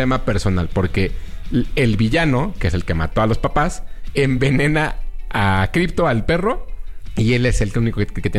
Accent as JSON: {"language": "Spanish", "region": "Mexico City", "country": "Mexico", "said": "Yo de Coyacán, de la del Carmen Coyacán."}